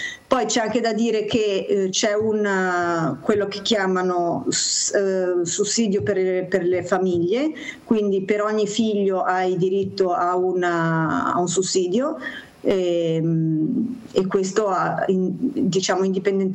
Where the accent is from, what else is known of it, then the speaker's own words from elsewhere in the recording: Genoa, Liguria, Italy; moved away as an adult; now in Brussels, Belgium; Ti senti a casa quando sei a Genova